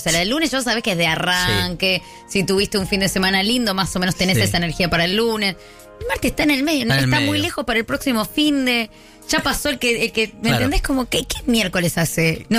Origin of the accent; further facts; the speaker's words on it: Argentina; yo vengo de Argentina